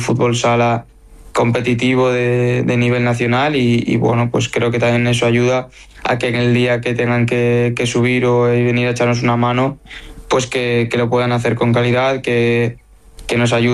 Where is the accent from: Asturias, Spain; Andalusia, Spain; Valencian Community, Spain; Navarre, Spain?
Navarre, Spain; Pamplona; now in Pontevedra, Spain; No, en Galicia y en Pamplona de donde vengo, pues el clima es un poco más fresquillo, pero bueno.